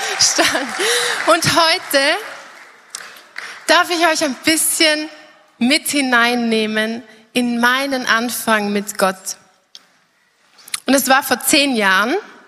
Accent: Trentino-Alto Adige, Italy; accent: South Tyrolean; Und ich komme zwar aus Südtirol und vielleicht erwartet ihr euch einen starken Dialekt

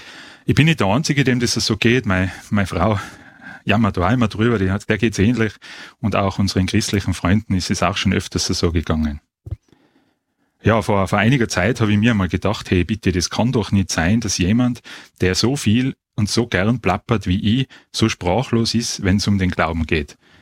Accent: Innsbruck, Tyrol, Austria; wie mein Dialekt verrät, stamme ich aus Innsbruck.

